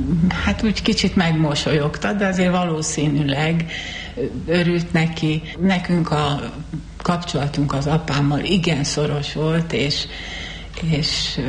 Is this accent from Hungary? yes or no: yes; Kispest, Budapest, Hungary; born there; Mielőtt Budapestre költöztünk, Kispesten laktunk.